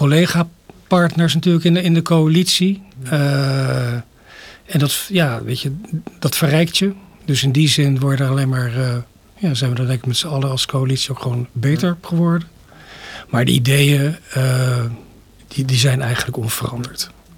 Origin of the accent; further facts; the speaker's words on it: The Hague, South Holland, Netherlands; moved away as an adult; now in Veldhoek, Netherlands; woon er sinds, even kijken, 2014. Daarvoor kwam ik oorspronkelijk uit Den Haag. En ik wilde daar weg. Ik wilde eens kijken wat er nog meer eigenlijk in Nederland te beleven was. En dan heb ik Nederland rondgereden. En ik kwam in de Achterhoek.